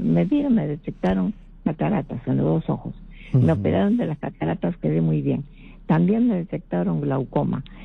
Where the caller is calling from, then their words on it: Lima, Peru; Yo hablo de Chorrillos.